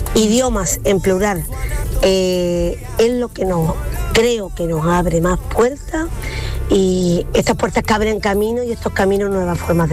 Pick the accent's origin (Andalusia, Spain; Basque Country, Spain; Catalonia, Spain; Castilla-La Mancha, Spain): Andalusia, Spain; El Perrunal; del Perrunal, Huelva